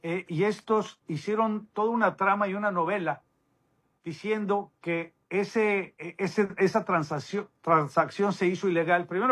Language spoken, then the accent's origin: Spanish; Mexico; ¿Por qué está limitando los derechos que tenemos como mexicanos de poder tener dos o tres nacionalidades y aún así poder participar políticamente?